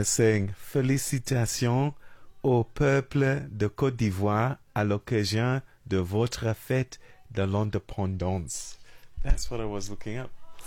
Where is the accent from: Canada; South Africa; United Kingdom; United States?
United Kingdom; England; Look, I grew up in England, didn't I? Do you know what I mean? There's a bit of me that's like totally English.